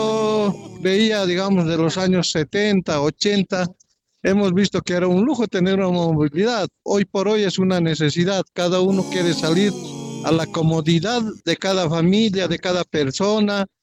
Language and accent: Spanish; Bolivia; nosotros, como bolivianos